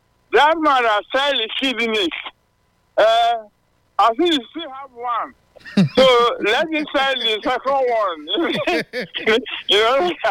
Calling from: Ondo, Nigeria; I'm calling from Ondo State.

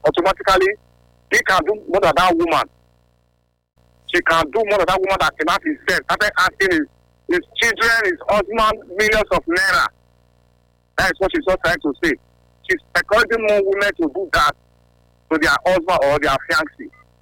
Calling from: Dubai, United Arab Emirates; I'm coming from Dubai.

